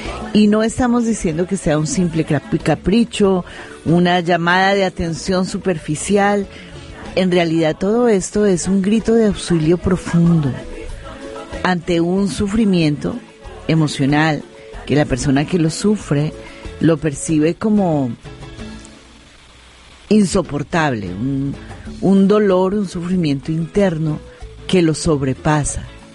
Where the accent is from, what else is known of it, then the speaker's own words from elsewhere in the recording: Colombia; moved away; Yo como colombiana